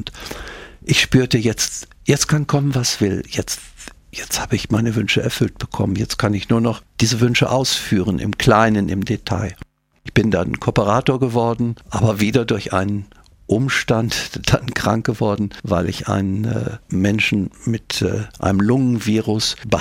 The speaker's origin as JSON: {"language": "German", "town": "Rheine", "region": "North Rhine-Westphalia", "country": "Germany", "tie": "born or raised there", "said": "was ist der Ort, der am weitesten von meinem Heimatort Rheine im Münsterland entfernt ist, wo man noch Deutsch spricht."}